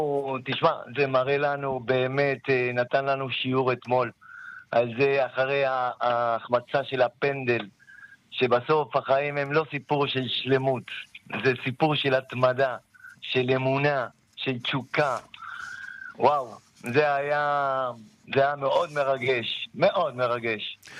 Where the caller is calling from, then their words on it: Northern Israel, Israel; פה אצלנו בצפון